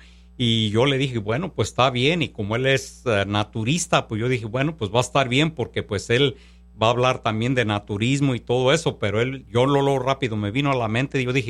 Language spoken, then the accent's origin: Spanish; Panindícuaro, Michoacán, Mexico; Hermanos, yo soy de Michoacán, de Panindícuaro, Michoacán